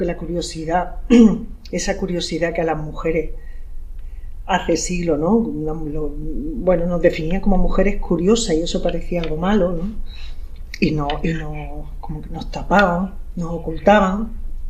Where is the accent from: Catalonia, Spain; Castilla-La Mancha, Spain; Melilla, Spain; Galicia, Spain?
Melilla, Spain; soy de Melilla.